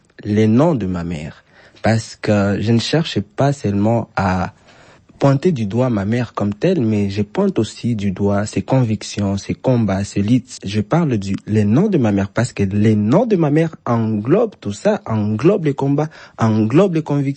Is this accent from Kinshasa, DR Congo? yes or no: no; Bukavu, South Kivu, DR Congo; dans la partie Est où j'ai toujours vécu. Je suis né à Bukavu et j'ai grandi à Bukavu. C'est ma toute première fois que je me déplace aussi longtemps.